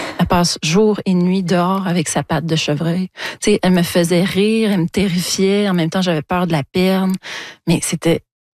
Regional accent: Montreal, Quebec, Canada; Moi, je suis une citadine, je suis une Montréalaise qui part s'installer en plein bois avec aucune expérience à part un peu de camping dans l'Ouest canadien.

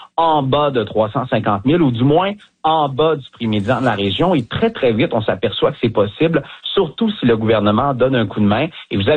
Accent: Quebec, Canada; Chez nous, en Beauce, il y en a, dans la grande région de Québec également.

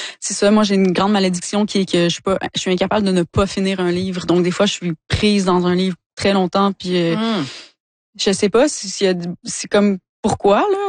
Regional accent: Quebec, Canada; born or raised there

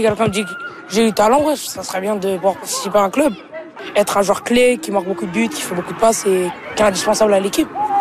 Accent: France; Puis j'ai grandi en France, donc c'est un pays vraiment qui aime le foot, donc ouais.

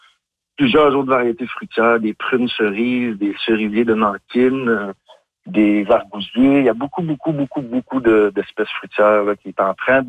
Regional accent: Rivière-Saint-Jean, Quebec, Canada; pouvoir rester chez nous en faisant à mon village natal de Rivière-Saint-Jean

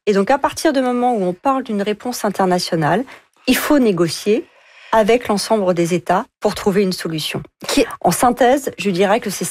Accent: France; Je suis française, c'est aussi dans l'intérêt de la France.

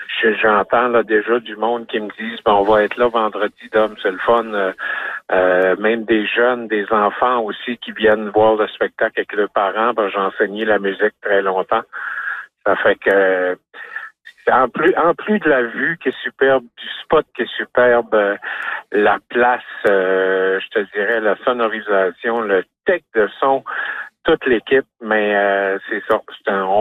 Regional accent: Carleton-sur-Mer, Quebec, Canada; moi je suis local

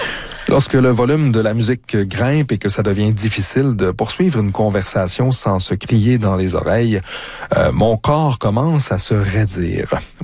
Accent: Quebec, Canada; Faut dire que j'ai grandi dans le Québec des années 80 et en tant que garçon, danser c'était pour les efféminés

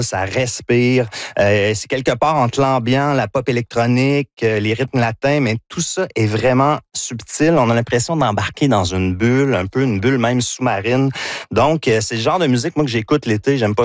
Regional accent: Victoriaville, Quebec, Canada; accent: Victoriaville; Puis c'est mon accent de Victoriaville, vous comprenez que c'est ça.

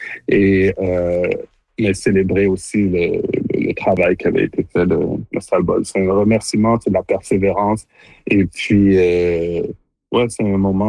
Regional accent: Montreal, Quebec, Canada; born there; Et mon parcours, je suis né à Montréal de parents d'origine haïtienne.

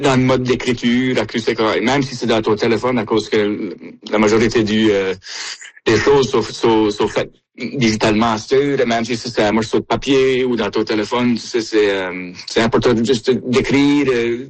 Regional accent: Baie Sainte-Marie, Nova Scotia, Canada; accent: Acadian French of Baie Sainte-Marie; notre accent à la Baie-Sainte-Marie, dans le sud-ouest de la Nouvelle-Écosse, c'est un peu potin comparé à le restant de la francophonie.

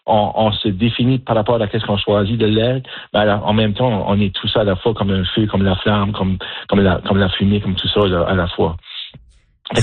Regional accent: Acadia, Canada; mais je suis acadien, je suis père de famille

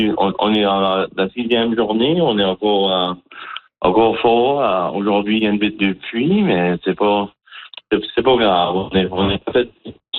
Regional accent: Chéticamp, Nova Scotia, Canada; J'étais né, j'ai grandi ici à Chiticamp, puis j'ai beaucoup d'amis de Pleasant Bay et de Magré.

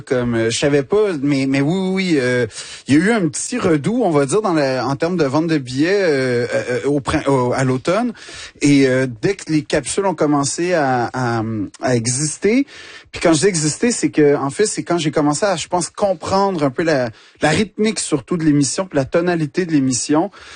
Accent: Quebec, Canada; si ils me regardent de haut du fait que je suis Québécois

